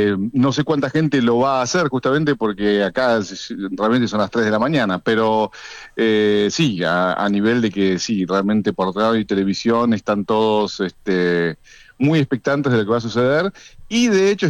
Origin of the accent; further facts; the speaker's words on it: Argentina; Pero bueno, yo como argentino obviamente pienso que no lo van a lograr.